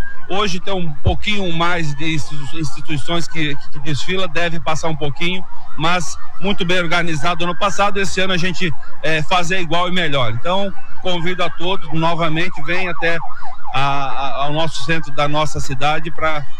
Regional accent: Brazil; nós como brasileiros

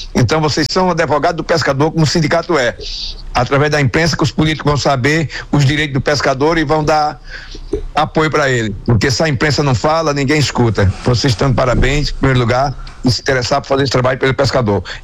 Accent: Northeast Region, Brazil; now in Laguna, Brazil; Quando eu cheguei aqui nas épocas, em 80, né? Que eu sou nordestino, cheguei em 80 aqui

